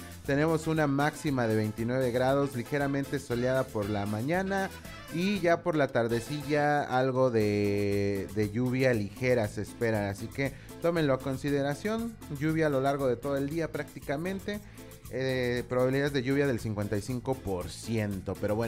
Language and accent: Spanish; Jacona, Michoacán, Mexico; Entonces, ahorita, por ejemplo, de donde vengo, allá en Jaconac.